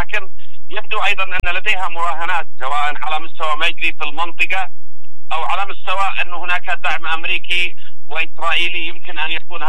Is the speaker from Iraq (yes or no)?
no; Yemen; نحن اليمنيون الذين نحن في أعماق التاريخ.